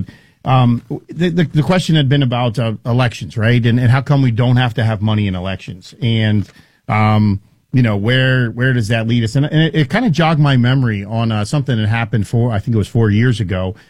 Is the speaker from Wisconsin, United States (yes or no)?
no; New Jersey, United States; moved away; Growing up in New Jersey